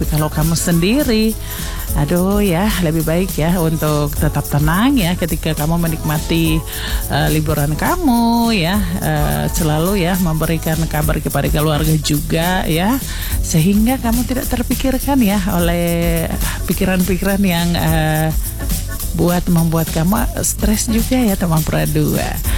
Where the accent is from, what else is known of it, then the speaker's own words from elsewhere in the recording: Merauke, South Papua, Indonesia; daripada kamu punya kita orang Merauke bilang, daripada kamu tinggal-tinggal di rumah ya